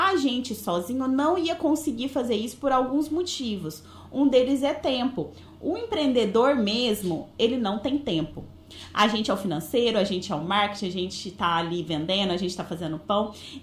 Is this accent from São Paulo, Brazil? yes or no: no; Minas Gerais, Brazil; eu sou de Minas Gerais